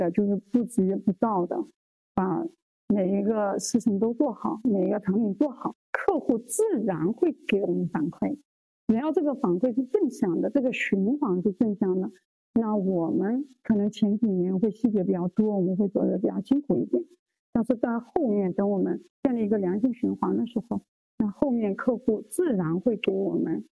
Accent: Yunhe, Zhejiang, China; 个土生土长的云和人，我特别的开心。我没有想到我的一个伊朗的朋友都能知道我们云和这么美丽的地方，而且对我们的家乡赞不绝口

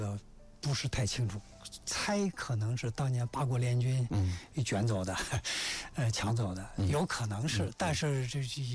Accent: China; 我们中国人

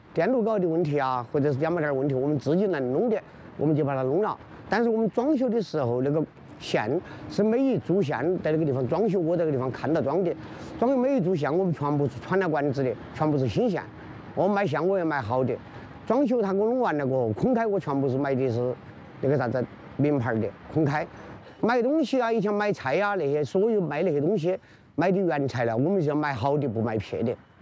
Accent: Sichuan, China; moved away; 我们四川那边

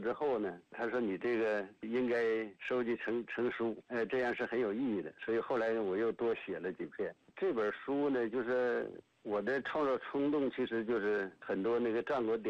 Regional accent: China

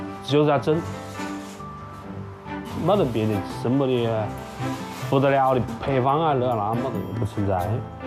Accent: Wuhan, Hubei, China; 从我爷爷那一代来武汉来的嘛，我们是在武汉的土生土长第三代的。

